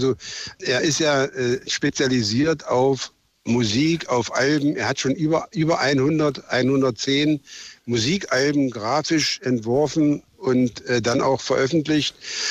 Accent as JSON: {"language": "German", "town": "Magdeburg", "region": "Saxony-Anhalt", "country": "Germany", "said": "wir waren ja als Magdeburger nahe dran und hatten immer super Empfang."}